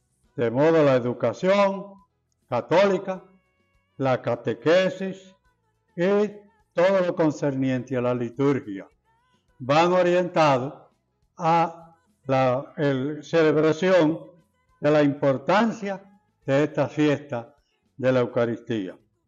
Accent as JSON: {"language": "Spanish", "town": "Salcedo", "region": "Hermanas Mirabal", "country": "Dominican Republic", "tie": "born or raised there", "said": "y también en Salcedo, en mi pueblo natal"}